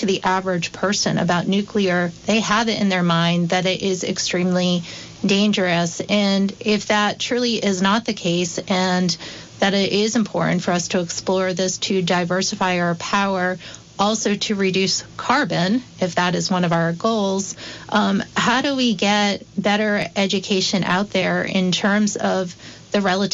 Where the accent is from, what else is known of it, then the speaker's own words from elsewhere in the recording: Massachusetts, United States; growing up in Massachusetts, late 70s, 80s